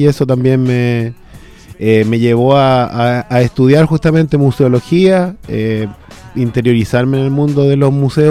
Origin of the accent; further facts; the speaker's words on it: San Vicente de Tagua Tagua, O'Higgins, Chile; also born or lived in Santiago; nacido y criado acá en San Vicente de Tahuatahua. Viví mucho tiempo acá en el centro de la ciudad con mis padres y mi familia.